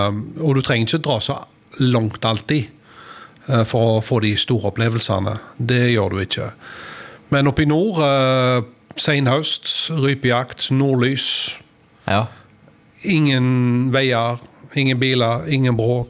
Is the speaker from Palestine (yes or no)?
no; New Zealand; now in Norway; Jeg er jo født og oppvokst på New Zealand